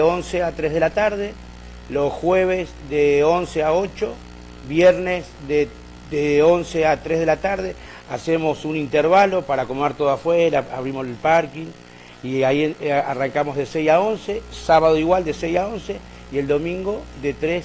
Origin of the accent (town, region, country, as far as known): Argentina